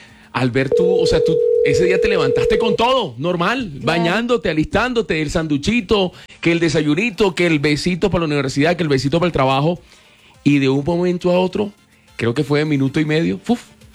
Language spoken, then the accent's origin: Spanish; Colombia; nosotros, como colombianos, como familia, como hermanos que somos, nos unimos de una forma impresionante.